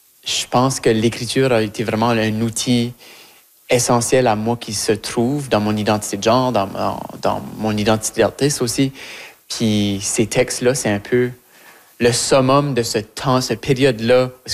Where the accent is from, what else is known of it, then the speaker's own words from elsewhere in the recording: Acadia, Canada; now in Montreal, Canada; que mon acadienneté se manifeste à travers cette voix-là. Même si que mon accent change, puis mon vocabulaire évolue, puis mes expériences québécoises, montréalaises ajoutent à cette sauce-là